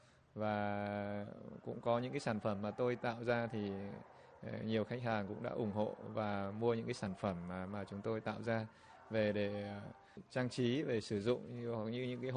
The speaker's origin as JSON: {"language": "Vietnamese", "region": "Hanoi", "country": "Vietnam", "tie": "born there"}